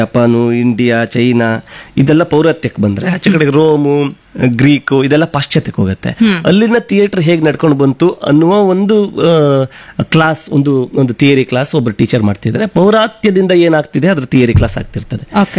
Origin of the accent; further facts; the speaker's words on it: Udupi district, Karnataka, India; ಅವನು ಮತ್ತೆ ನಾನು 2 ಉಡುಪಿ ಜಿಲ್ಲೆ ಸೆಲೆಕ್ಟ್ ಆಗಿದ್ವಿ.